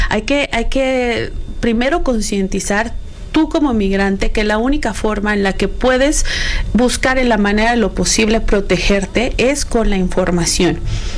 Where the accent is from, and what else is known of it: Mexico